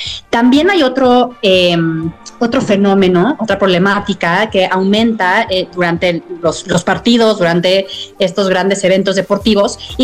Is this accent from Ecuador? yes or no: no; Mexico; como mexicanos, como ciudadanos del mundo